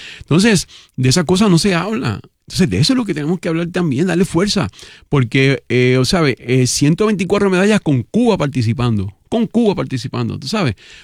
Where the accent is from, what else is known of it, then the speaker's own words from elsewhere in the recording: Puerto Rico; como puertorriqueños nos hace falta disfrutar la vida